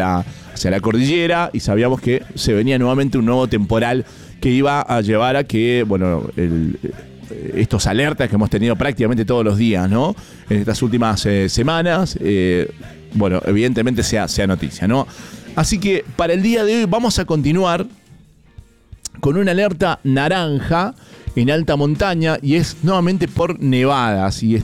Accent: Mendoza, Argentina; a los montañeses como somos nosotros los mendocinos

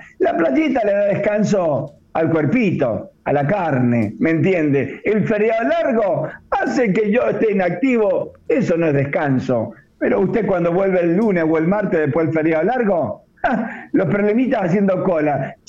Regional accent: Argentina; porque soy ciudadano todavía como argentino

